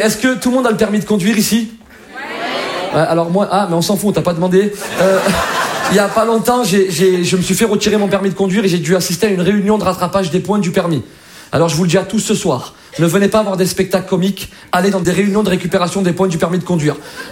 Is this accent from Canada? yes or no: no; Algeria; Ah, alors moi je vous parle d'Algérie parce que je suis originaire d'Algérie. Je m'y rends souvent, pas par plaisir, hein, parce que j'ai de la famille là-bas.